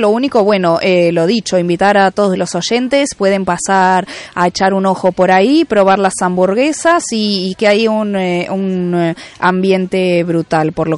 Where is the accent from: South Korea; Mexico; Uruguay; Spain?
Uruguay; moved away; no soy argentina, soy uruguaya